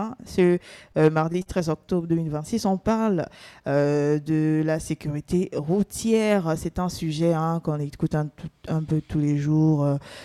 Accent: Gabon; chez nous au Gabon, à Libreville, pendant les fortes pluies, certains quartiers se retrouvent sous l'eau.

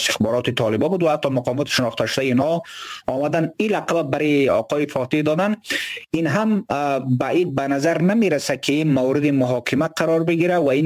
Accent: Badakhshan, Afghanistan; ما از بدخشان هستیم

